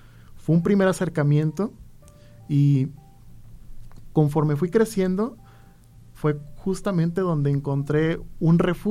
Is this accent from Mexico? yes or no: yes; Compostela, Nayarit, Mexico; yo soy originario de Compostela. Eso. De Compostela, justamente la cabecera. Tengo 25 años